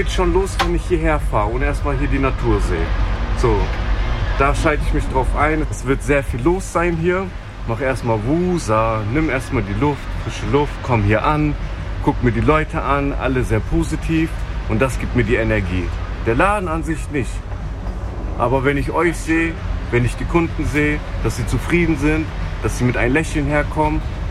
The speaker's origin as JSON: {"language": "German", "town": "Bremerhaven", "region": "Bremen", "country": "Germany", "tie": "born or raised there", "said": "Also ich komme hier aus Bremerhaven auch her. Ich bin hier groß geworden auf dem Lande."}